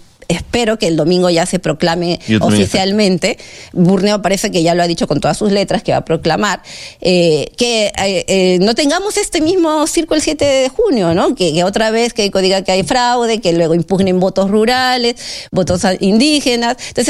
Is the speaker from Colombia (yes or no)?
no; Peru; reconocernos como peruanos.